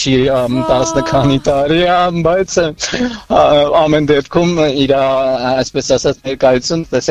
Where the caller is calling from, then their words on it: Yerevan, Armenia; Երևանից եմ